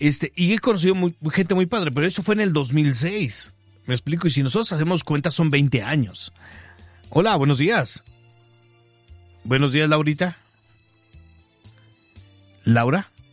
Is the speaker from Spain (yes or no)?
no; Mexico